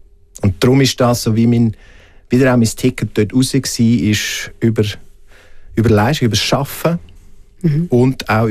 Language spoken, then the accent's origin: German; Graubünden, Switzerland; now in Zürich, Switzerland; als ich dann weg bin aus dem Engadin, als ich dann auf Zürich bin.